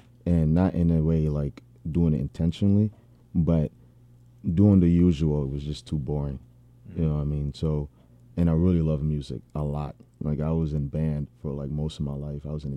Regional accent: Richmond, United States; born there; also born or lived in South Sudan; I was born in South Sudan. Came here in, like, 2000, but I spent most of my life in Richmond.

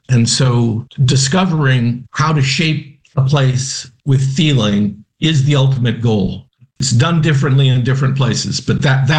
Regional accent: New York City, New York, United States; But growing up in New York City as I did, and being immersed in theater

